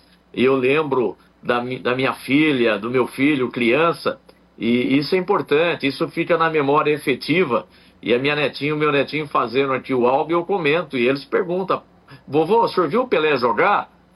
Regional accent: Sumaré, São Paulo, Brazil; also born or lived in Campinas; Eu passei a minha infância, eu nasci em Campinas, Sumaré, ao lado de Campinas, aqui onde eu resido

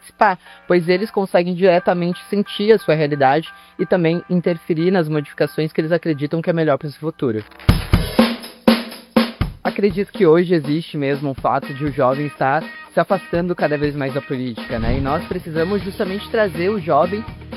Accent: Praia Grande, São Paulo, Brazil; Sou lá da cidade da Praia Grande, onde eu comecei a atuar, assim mesmo, com política pública, né?

